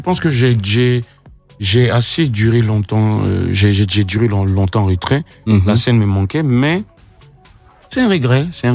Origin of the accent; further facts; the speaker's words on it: Côte d’Ivoire; Je veux dire, nous, on est des Ivoiriens, on est des Africains.